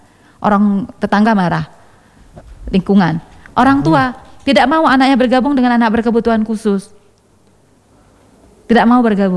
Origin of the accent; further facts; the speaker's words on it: Aceh, Indonesia; kalau kita orang Gayo itu rata-rata bisa lah.